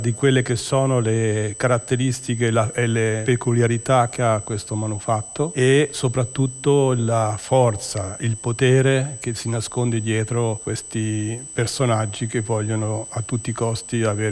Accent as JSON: {"language": "Italian", "town": "Milan", "region": "Lombardy", "country": "Italy", "said": "Vengo da Milano"}